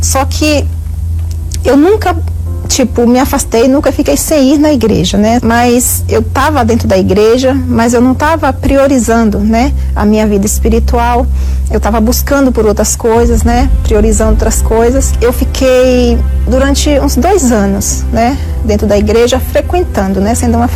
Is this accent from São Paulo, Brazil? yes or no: yes; Carapicuíba, São Paulo, Brazil; tem Igreja Universal aqui em Carapicuíba, né, que é de onde eu sou.